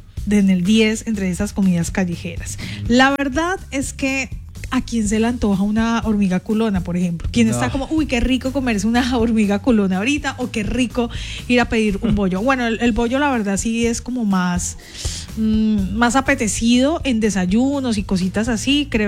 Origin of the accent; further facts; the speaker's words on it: Santander, Colombia; la hormiga culona de Santander, de mi tierra.